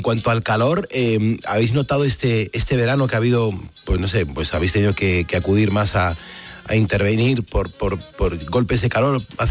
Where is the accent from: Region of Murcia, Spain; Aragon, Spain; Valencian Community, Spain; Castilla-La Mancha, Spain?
Region of Murcia, Spain; Murcia; Bueno, 3 horicas, el orica es que soy de Murcia, ¿verdad?